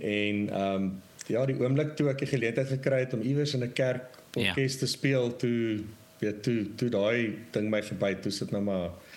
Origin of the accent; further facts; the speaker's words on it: George, Western Cape, South Africa; also born or lived in Kempton Park; En, maar ons is daar weg toe ek lekker jong was, in George toe getrek, was so 9 jaar oud. En eindelijk maar daar groot geword, school gegaan, al die dinge.